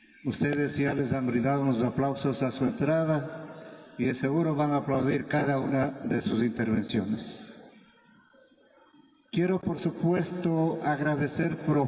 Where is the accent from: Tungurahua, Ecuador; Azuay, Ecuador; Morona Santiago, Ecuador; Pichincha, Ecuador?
Morona Santiago, Ecuador; Macas; brindando lo que tengo acá en el corazón para traer arte y cultura a este mi pueblo, a esta mi gente, a los jóvenes de Macas y la provincia de Morón Santiago.